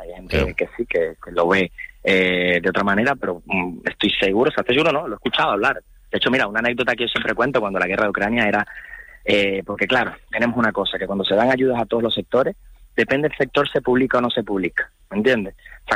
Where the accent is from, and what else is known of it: Canary Islands, Spain